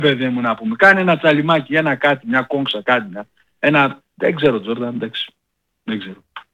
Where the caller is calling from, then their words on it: Thessaloniki, Central Macedonia, Greece; Καταγωγή έχω, Θεσσαλονικιός είμαι, καταγωγή έχω από Καρδίτσα.